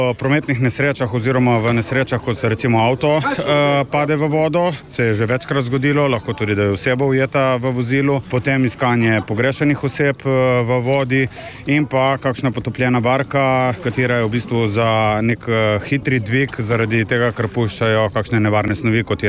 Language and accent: Slovenian; Piran, Coastal–Karst, Slovenia; Začel sem se potapljati zaradi tega, ker sem iz Pirana in mi je morje nekako tako pri srcu